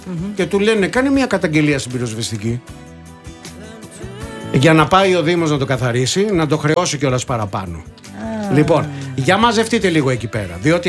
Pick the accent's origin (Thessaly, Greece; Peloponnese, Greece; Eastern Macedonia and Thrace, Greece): Peloponnese, Greece; Molaoi; moved away; εκεί κάτω στα μέρη μου.